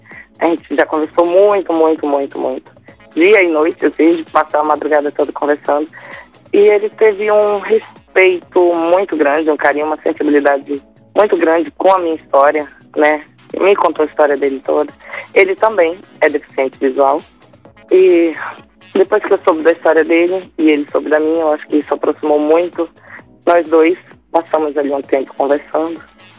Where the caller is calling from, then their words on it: Manaus, Amazonas, Brazil; O pessoal aqui do interior do Amazonas tem um sotaque assim mais de caboclinho, mais de ribeirinho, aquela coisa assim, pega ali um pouco do Pará também, mas o pessoal aqui da capital mesmo não fala tão assim, né?